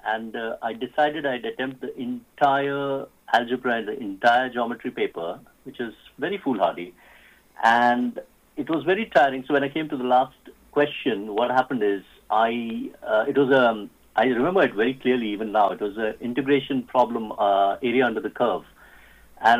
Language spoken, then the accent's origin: English; Pune, Maharashtra, India; born there; I was from Loyola High School, you know, in Pune.